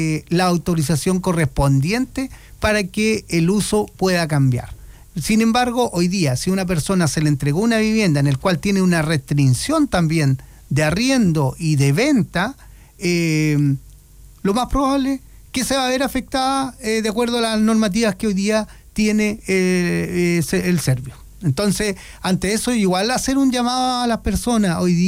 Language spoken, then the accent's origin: Spanish; Tirúa, Biobío, Chile; Yo soy de acá, de la provincia, soy de Tirúa, por tanto, tengo un cariño especial por cada una de las comunas que tenemos